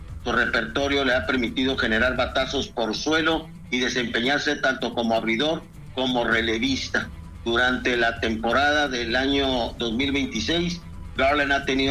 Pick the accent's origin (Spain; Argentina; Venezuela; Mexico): Mexico; Es nuestro sueño como mexicanos que nos representen los Juegos Olímpicos de Los Ángeles 2028.